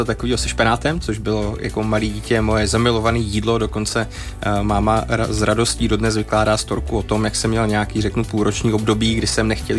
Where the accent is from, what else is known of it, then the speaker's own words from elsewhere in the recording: Zlín Region, Czechia; byť jsem vlastně z Valašska, kde jehněčí maso bylo od malička vlastně populární nebo vaří se u nás hodně.